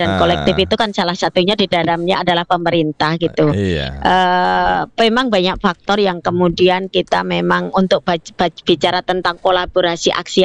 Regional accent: Sleman, Special Region of Yogyakarta, Indonesia; born there; bahwa kami lahir di Sleman ini, di daerah yang kasmen tangkapan airnya itu masih bagus.

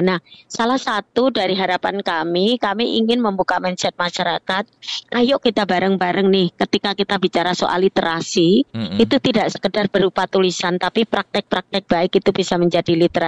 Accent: Sleman, Special Region of Yogyakarta, Indonesia; born there; kami lahir di Sleman ini, di daerah yang catchment tangkapan airnya itu masih masih bagus.

